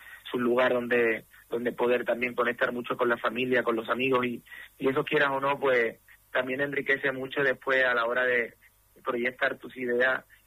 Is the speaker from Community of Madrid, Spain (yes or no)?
no; Palma del Río, Andalusia, Spain; Yo soy cordobés, de Palma del Río, andaluz. Llevo mi tierra por bandera, a mi España por bandera.